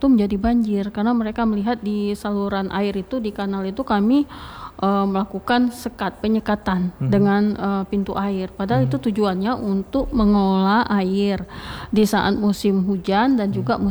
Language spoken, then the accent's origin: Indonesian; Aceh, Indonesia